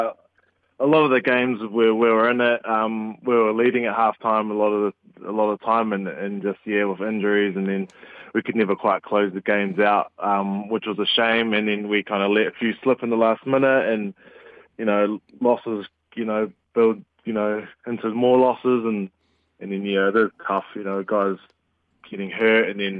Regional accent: Wellington, New Zealand; born there

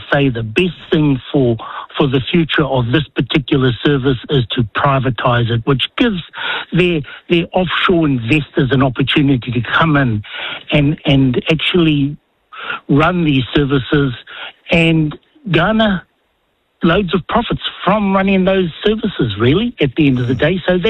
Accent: Bay of Plenty, New Zealand; Oh, kia ora. … I live in Maki too. Mangati Whakaue is my iwi.

